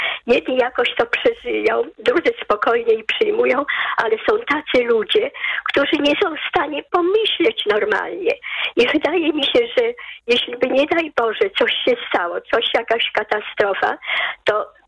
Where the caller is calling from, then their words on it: Warsaw, Masovian Voivodeship, Poland; Ja dzwonię z Warszawy i na przykład poprzednio też kiedyś były jakieś alarmy. Tu mieszkam na Mokotowie, czyli to nie jest jakaś dzielnica taka podrzędna.